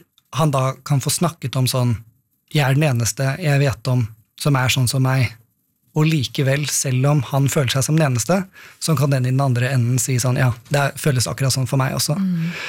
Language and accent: Norwegian; Oppegård, Akershus, Norway; min opplevelse av å være ung homo i skapet på Oppegård, der jeg vokste opp